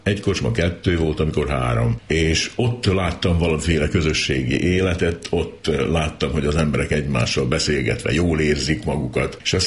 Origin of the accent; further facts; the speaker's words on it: Kavilló, Vojvodina, Serbia; born there; also born or lived in Tornyos; now in Subotica, Serbia; Tornyoson születtem